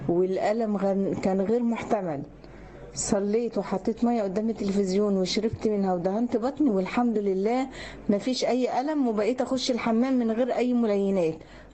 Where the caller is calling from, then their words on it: Giza, Giza Governorate, Egypt; أنا بنتك من الجيزة